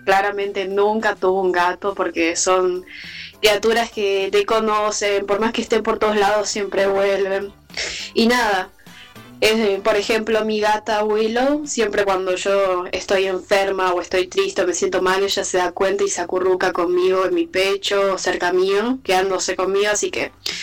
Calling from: Ciudadela, Buenos Aires Province, Argentina; Hola radio … de Ciudadela.

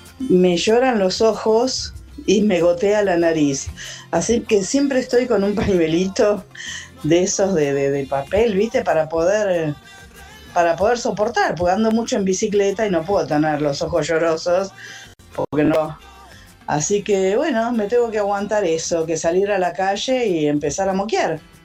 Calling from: Don Torcuato, Buenos Aires Province, Argentina; de Don Torcuato

